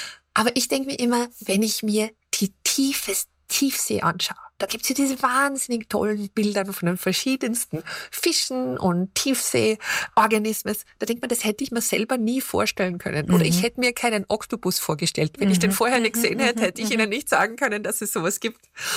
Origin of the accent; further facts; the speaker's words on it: Austria; moved away; ich bin ja aus Österreich